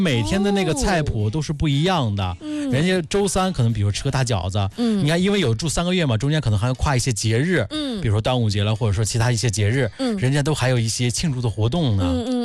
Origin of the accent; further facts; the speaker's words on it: Wu'an, Hebei, China; 拿我们老家邯郸武安的西部山区那边